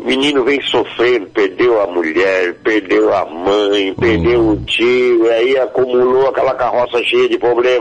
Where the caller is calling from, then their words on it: Criciúma, Santa Catarina, Brazil; Eu falo de Criciúma.